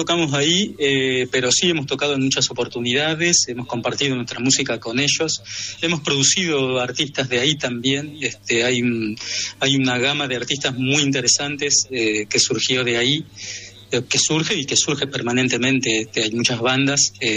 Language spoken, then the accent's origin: Spanish; Maipú, Buenos Aires Province, Argentina; also born or lived in Mar del Plata; nosotros nacimos en la ciudad de Mar del Plata, pero nos criamos en Maipú, provincia de Buenos Aires, ahí cerquita.